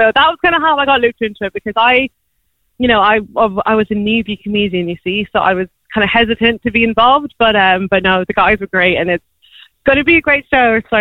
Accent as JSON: {"language": "English", "town": "Tullamore", "region": "Offaly", "country": "Ireland", "said": "So I'm from Tullamore myself, went to cigarette school, and I'm an actuary by trade."}